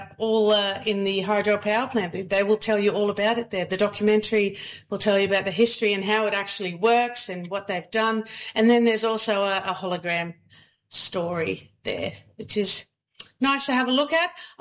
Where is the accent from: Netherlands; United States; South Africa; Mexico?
Netherlands; moved away as an adult; also born or lived in Cloncurry; now in Thargomindah, Australia; And I'm from Holland, from the Netherlands.